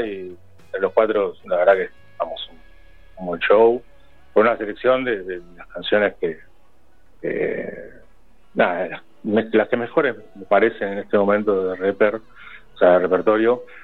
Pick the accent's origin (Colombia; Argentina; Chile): Argentina; Buenos Aires; yo soy porteño, pero voy a Córdoba y entiendo al cordobés y el cordobés me entiende.